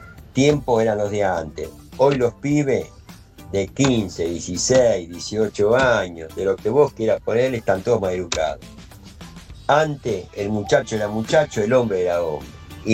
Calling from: Isidro Casanova, Buenos Aires Province, Argentina; Remisero de Casanova

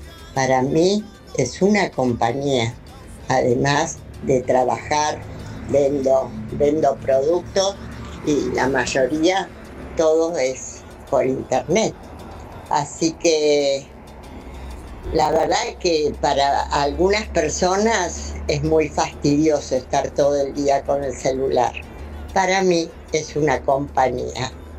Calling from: Buenos Aires, Argentina; de Balvanera. Bueno, yo soy una persona grande, vivo sola.

